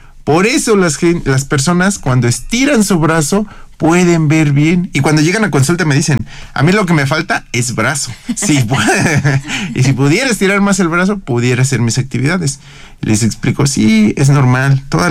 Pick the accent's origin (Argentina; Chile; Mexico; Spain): Mexico